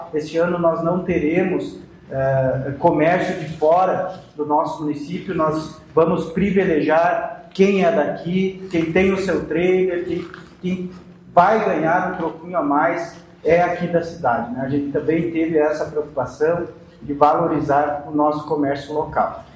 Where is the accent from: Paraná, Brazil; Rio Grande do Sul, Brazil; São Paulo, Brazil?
Rio Grande do Sul, Brazil; Vacaria; nós moramos em Vacaria e que nós somos de Vacaria.